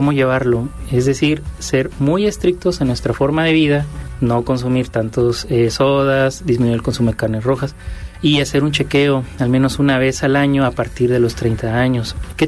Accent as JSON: {"language": "Spanish", "country": "Mexico", "said": "como mexicanos no tenemos una muy buena cultura de cómo alimentarnos"}